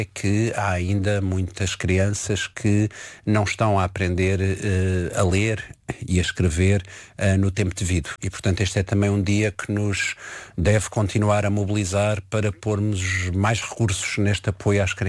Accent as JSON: {"language": "Portuguese", "region": "Setúbal", "country": "Portugal", "said": "Eu sou setubalense, em Setúbal fala-se charruco, com as marcas dos R's e outras."}